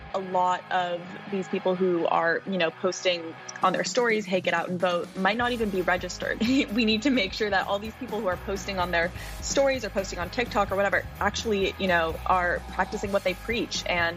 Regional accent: New York City, New York, United States; I am 19 years old. I'm from New York City

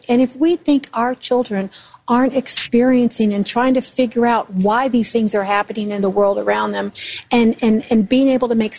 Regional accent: Houston, Texas, United States; I grew up in Houston, Texas, and I read the diary in middle school.

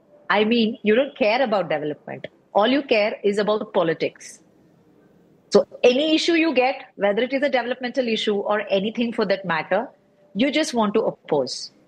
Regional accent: Bengaluru, Karnataka, India; I'm born and brought up in Bengaluru

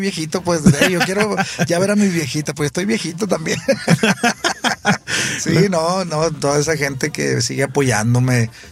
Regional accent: Culiacán, Sinaloa, Mexico; Mire, compa, la verdad, pues yo soy de Culiacán, usted lo sabe y mucha gente también.

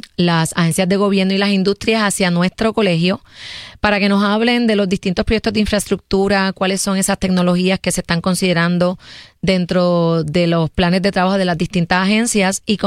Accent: Hormigueros, Puerto Rico; Yo soy de Hormigueros, Puerto Rico.

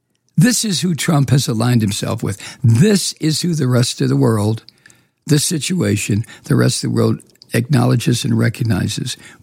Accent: United States; That knowing that that is how I, as an American in my country, is perceived, literally makes me feel a bit sick, a bit nauseous, you know, if I think about it too long. My country. This is a country in which I grew up

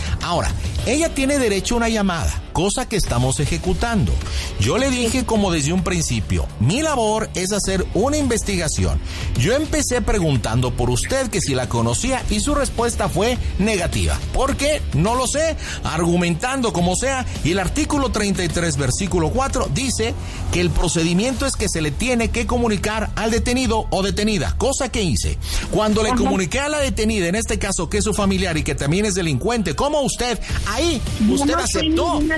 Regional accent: Monterrey, Nuevo León, Mexico; born there; soy una persona nacida en Nuevo León. Soy regia, soy fuerte, soy contundente.

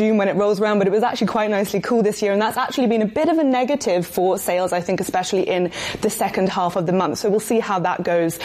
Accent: Cambridge, East of England, United Kingdom; I was just at home in the UK actually, and they're opening, you know, these new flagship stores in my hometown of Cambridge.

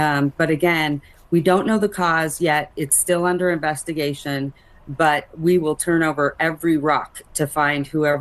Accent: Reno, Nevada, United States; I was born and raised here in Reno, and I have never seen anything of this magnitude.

